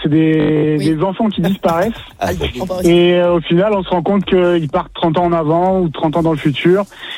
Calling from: Toulon, Provence-Alpes-Côte d'Azur, France; Je suis à Toulon

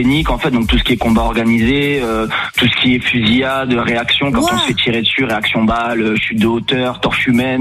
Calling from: Ozoir-la-Ferrière, Île-de-France, France; Je vous appelle de Ozoir-la-Ferrière, en Seine-et-Marne.

